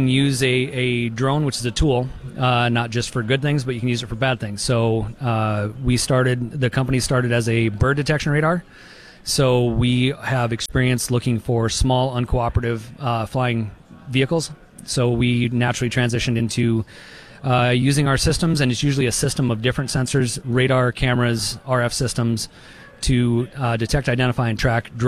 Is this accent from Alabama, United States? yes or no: no; Winona, Minnesota, United States; also born or lived in Idaho; Yeah, I was born in Winona, so I've been a Midwest kid my entire life. Did live in the state of Idaho for a while, deployed to Afghanistan.